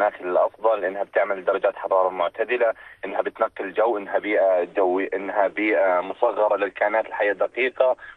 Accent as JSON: {"language": "Arabic", "country": "Jordan", "lives_now": "Naur, Jordan", "said": "الثروة الخضراء الموجودة عندنا في الأردن"}